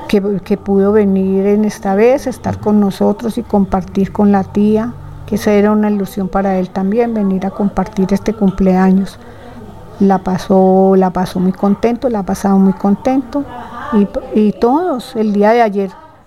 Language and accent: Spanish; Santa Rosa, Colombia; Nosotros también somos de acá, de Santa Rosa, todos los hijos somos de Santa Rosa